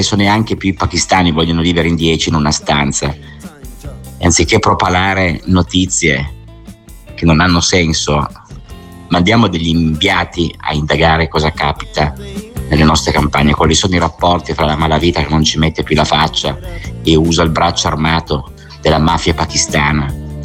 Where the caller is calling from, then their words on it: Turin, Piedmont, Italy; da Torino.